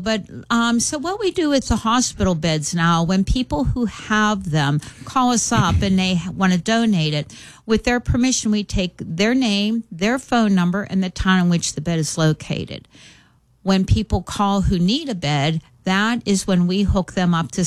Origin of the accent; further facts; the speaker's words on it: Pennsylvania, United States; accent: Pittsburgh; now in Sharon, United States; I'm actually from the North Hills.